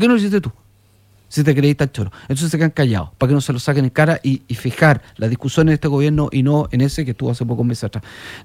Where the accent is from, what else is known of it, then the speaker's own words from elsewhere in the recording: Chile; hemos hecho esta región chilena y la hemos educado y criado como chilena